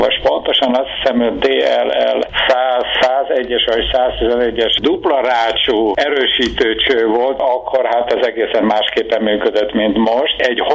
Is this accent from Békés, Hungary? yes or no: yes; Békéscsaba, Békés, Hungary; 1939-ben, március 4-én születtem Békés Csabán.